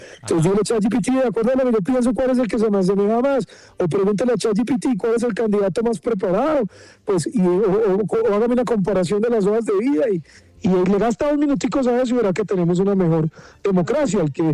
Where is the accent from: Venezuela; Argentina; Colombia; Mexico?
Colombia; Caldas; Y la gente pues en Caldas, de donde yo soy, pues la verdad, hermano, muy querida conmigo, muy afectuosos.